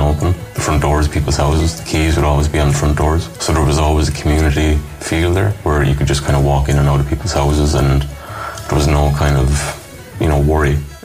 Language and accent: English; Kinrush, Ireland; Horse fairs are probably one of the more prominent memories of Kinrush. You know, when I was younger, hanging out with my friends, running around the woods. I had a good group of friends when I was growing up, and I lived basically here in the estate as well.